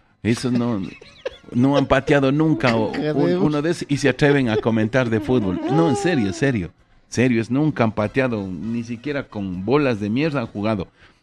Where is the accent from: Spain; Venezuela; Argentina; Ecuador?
Ecuador; orgullo de haber nacido en esta patria linda y querida, de haber nacido en Ecuador.